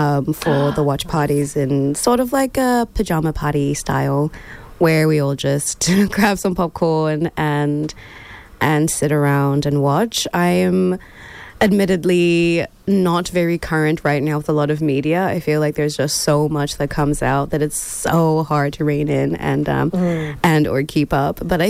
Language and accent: English; Brisbane, Queensland, Australia; moved away; I grew up in Brisbane for, I guess, a lot of my years. I moved here in about 2008. And I was still very young then